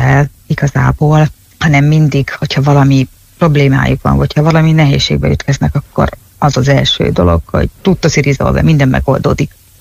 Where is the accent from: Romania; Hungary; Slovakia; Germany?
Hungary; first language Hungarian; moved away as an adult; now in Italy; alapvetően magyar vagyok, és 30 évig azért csak Magyarországon éltem